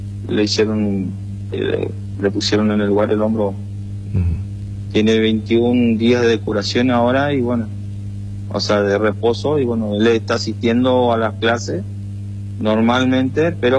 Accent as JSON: {"language": "Spanish", "town": "Eldorado", "region": "Misiones", "country": "Argentina", "tie": "born or raised there", "said": "nacimos acá en El Dorado, nos criamos acá y somos de buena cepa."}